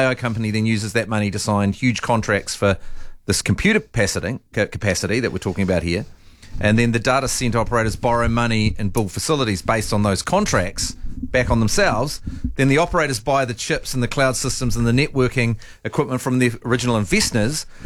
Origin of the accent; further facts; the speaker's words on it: Dunedin, Otago, New Zealand; also born or lived in Invercargill; I'm from Dunedin, but my family's from Invercargill, so I spend a lot of time down there.